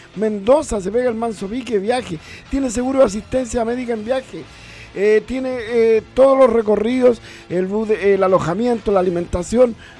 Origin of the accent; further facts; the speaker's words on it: Chile; Los chilenos no somos los más buenos para tomar en sus fiestas patrias.